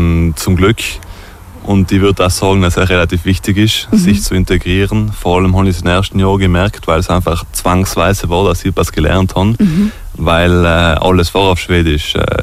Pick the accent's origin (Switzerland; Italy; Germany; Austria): Italy; Trentino-Alto Adige; Und dann mit als Italiener, als Südtiroler ist das halt immer ein bisschen, muss ich halt etwas mehr kämpfen noch.